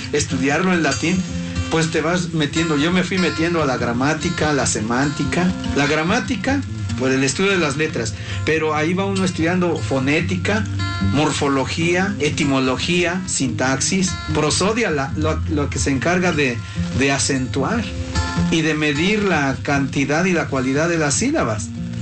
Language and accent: Spanish; Santa Inés Varela, Puebla, Mexico; a dar una clase a mi pueblo, en el cerro, allá hasta menciono el nombre del cerro, en el Potrero, así se llama un pueblo, una parte del campo de allí de mi pueblo, Santa Inés Varela, La Luz, La Chichuca, Puebla.